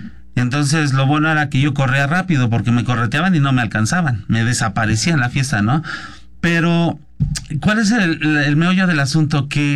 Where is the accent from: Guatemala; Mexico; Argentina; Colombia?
Mexico; Ixtapaluca, State of Mexico; born there; yo nací en CCI Iztapaluca